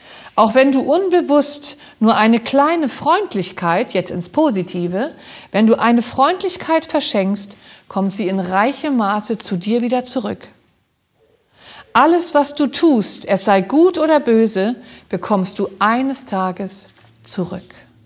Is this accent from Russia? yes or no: no; Rostock, Mecklenburg-Vorpommern, Germany; Und ich kam zu Pflegeeltern, die ich nicht kannte, 100 Kilometer von meiner Heimatstadt Rostock entfernt.